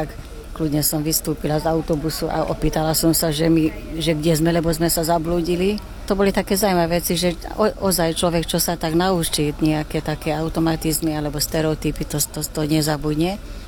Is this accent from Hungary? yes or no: yes; Veszprém, Veszprém County, Hungary; Ja som z Maďarska, z Vesprému, pri Balatone. Ja som tam vyrástla, tam som chodila aj do základnej, aj do strednej školy.